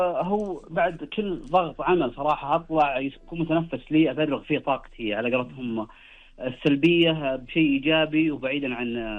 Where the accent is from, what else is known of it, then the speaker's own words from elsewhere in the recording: Shaqra, Riyadh Province, Saudi Arabia; خاصة في ديرتنا هنا في الوشم، خاصة في شقرة